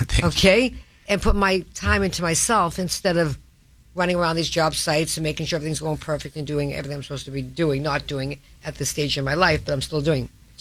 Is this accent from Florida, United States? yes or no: no; Massachusetts, United States; moved away; Because I grew up on the North Shore of Boston. We don't pronounce our R's.